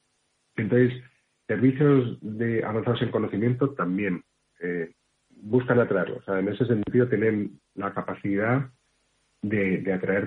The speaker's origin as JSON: {"language": "Spanish", "country": "Spain", "said": "Pues yo, mi sueño como español y medio australiano es que permita acercar dos países que estamos condenados a entendernos."}